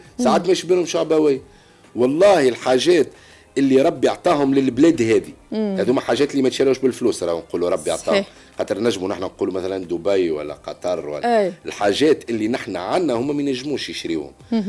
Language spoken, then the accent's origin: Arabic; Tunisia; انا نشوف روحي زاد كمواطن تونسي وترافل فلوجر